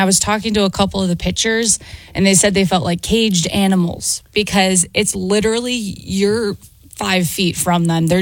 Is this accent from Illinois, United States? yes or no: yes; Hinsdale, Illinois, United States; now in Des Moines, United States; I'm from Hinsdale, about 12 and a half miles southwest from the city.